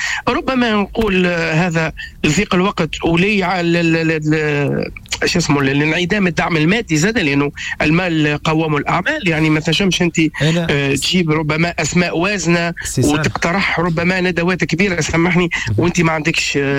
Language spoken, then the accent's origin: Arabic; Tunisia; accent: Tunisian; كما نقولوا في لهجتنا التونسية